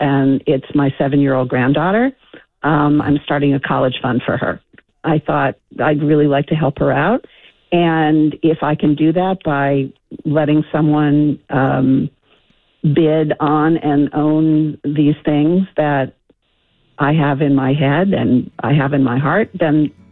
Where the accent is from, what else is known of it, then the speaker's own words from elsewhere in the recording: Ashtabula, Ohio, United States; does have the name of my hometown in it, which is Ashtabula. Not a common city name.